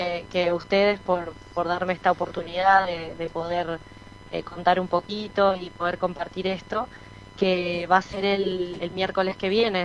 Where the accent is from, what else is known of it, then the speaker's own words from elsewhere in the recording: Ushuaia, Tierra del Fuego, Argentina; moved away as an adult; fuera, y no solamente fuera de Argentina, sino también digamos, desde que tengo 18 años, ¿no? Que me fui de Ushuaia, que me fui a estudiar, siempre fue un camino, ¿no? Del desarraigo